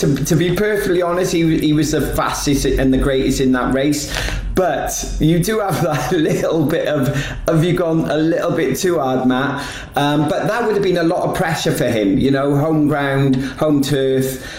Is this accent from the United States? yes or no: no; United Kingdom; I'm British.